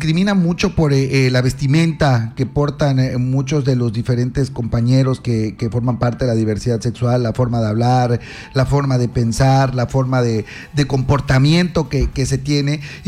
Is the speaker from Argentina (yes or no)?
no; Mexico; como mexicanos, como ciudadanos y como seres humanos.